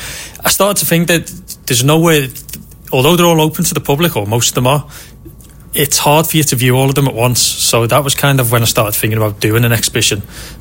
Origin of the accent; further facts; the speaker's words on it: Bolton, North West England, United Kingdom; moved away as an adult; also born or lived in Liverpool / Aberdeen / London; I was born in Liverpool, brought up in the Bolton area